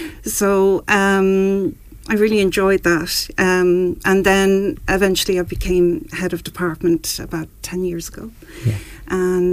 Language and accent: English; Wexford, Leinster, Ireland; I'm originally from Corrige Park in town.